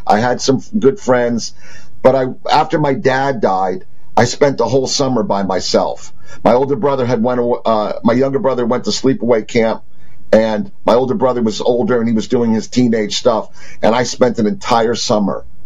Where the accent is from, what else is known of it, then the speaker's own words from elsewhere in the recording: New Jersey, United States; And we go, no, we're from New Jersey.